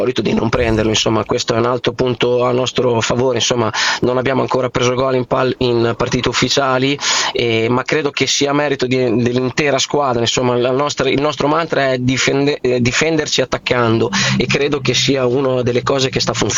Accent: Emilia-Romagna, Italy; insomma io sono di quelle zone là vicino, sono romagnolo come origine

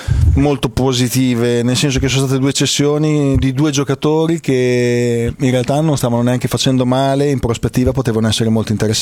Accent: Bologna, Emilia-Romagna, Italy; sapendo che sono di Bologna, si ricordava un sacco di nostri giocatori

